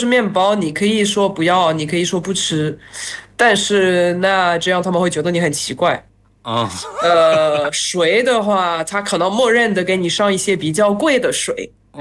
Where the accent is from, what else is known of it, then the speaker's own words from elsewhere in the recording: France; Chinese is a second language; 大家好，我是来自法国的